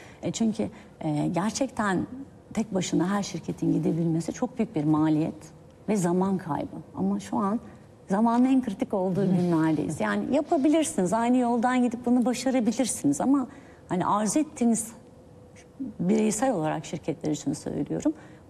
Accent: Antalya, Turkey; Ben Antalyalıyım. Antalya deyince aklınıza ne gelir? Turizm gelir, tarım gelir. Hani bir sanayi şehri gelmez.

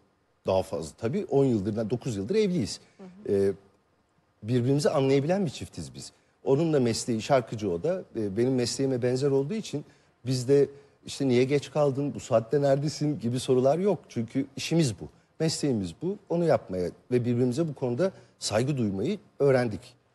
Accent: Istanbul, Turkey; Ben doğup büyüdüğüm yerde oturuyorum hala. Kadıköy'deyim, Kadıköylüyüm.

